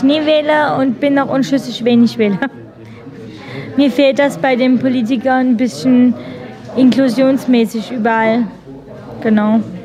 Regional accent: Pirna, Saxony, Germany; Genau, ich komme aus Pirna

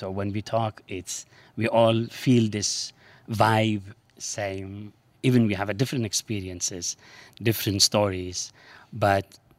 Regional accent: Sulaymaniyah, Kurdistan Region, Iraq; English is a second language; moved away as an adult; also born or lived in Sweden / London; I'm from Bashur in Kurdistan in the city of Sulaimani. I born there, I grow up, I studied music, I studied violin, and then I moved to Sweden in 2002

